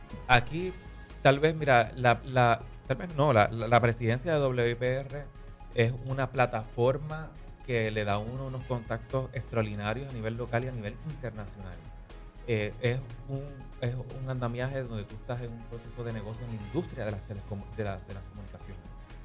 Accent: Luquillo, Puerto Rico; also born or lived in Fajardo, Puerto Rico; nací en Fajardo, pero me crié en Luquillo.

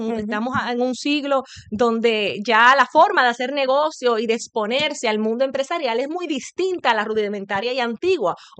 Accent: Dominican Republic; moved away as an adult; now in Puerto Rico; yo soy natural de la República Dominicana y allí hice mis estudios superiores, vale, high school, pues la universidad me trajo a Puerto Rico.

